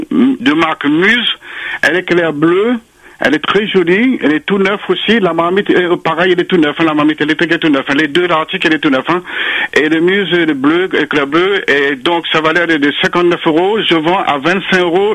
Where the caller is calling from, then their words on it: Saint-Pierre, Réunion; j'habite à Saint-Pierre.